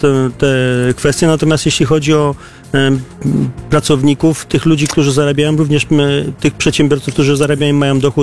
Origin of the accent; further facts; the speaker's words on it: Lower Silesian Voivodeship, Poland